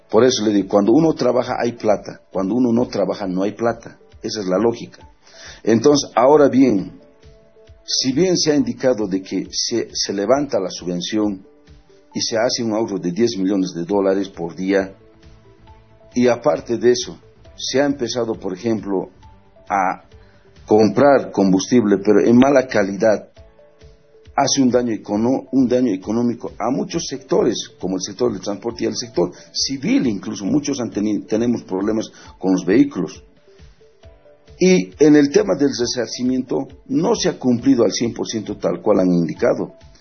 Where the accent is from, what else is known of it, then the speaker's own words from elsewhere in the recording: Bolivia; hemos entendido como pueblo boliviano